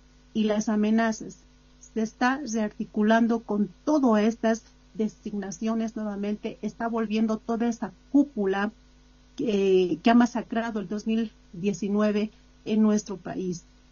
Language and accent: Spanish; Bolivia; como bolivianos y como exautoridades no queremos que se repita la historia del 2019